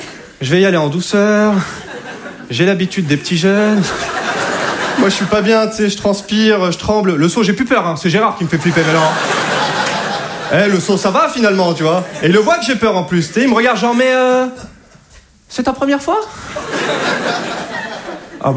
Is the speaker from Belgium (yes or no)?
no; Hauts-de-France, France; Je ne suis pas de Paris à la base. Moi, je viens de Picardie.